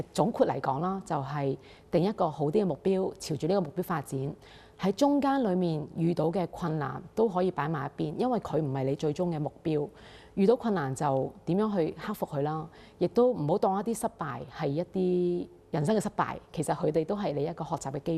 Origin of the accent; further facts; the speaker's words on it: Hong Kong; 凤凰会是的全球华人观众，我是来自香港特区的航天员